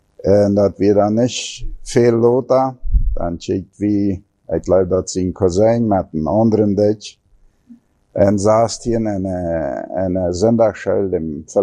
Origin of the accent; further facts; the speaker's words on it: Fernheim, Boquerón, Paraguay; now in Asunción, Paraguay; Ja, ich komme aus dem Chaco, aus Familie, ja. Als ich Männer geboren, nach 2 Jahren trage meine Eltern mal in Fernheim, also in Fernheim abgewachsen.